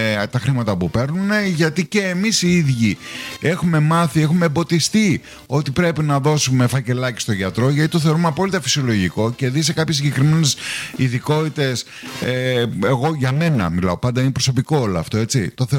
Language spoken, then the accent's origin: Greek; Greece; την υποκρισία που έχουμε ως Έλληνες.